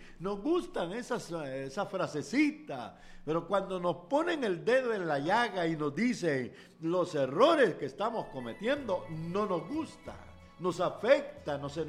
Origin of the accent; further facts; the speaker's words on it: El Salvador; A buen hablado de lo que somos los salvadoreños